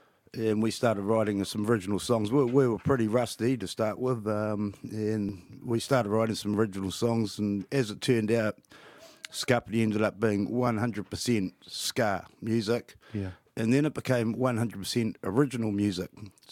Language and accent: English; Paraparaumu, Wellington, New Zealand; So when I was a kid, I grew up in Parramatta, but we whakapapa back to Rakiura, Stewart Island, Ngāti Māmoe.